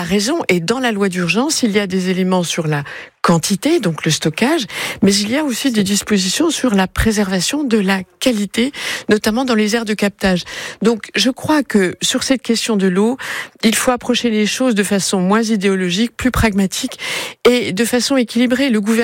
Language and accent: French; Bourgogne-Franche-Comté, France